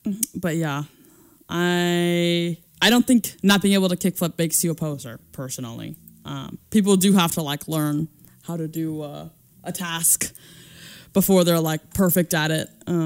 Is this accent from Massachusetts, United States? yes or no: no; California, United States; now in Spokane, United States; I have a summer birthday. I'm from California.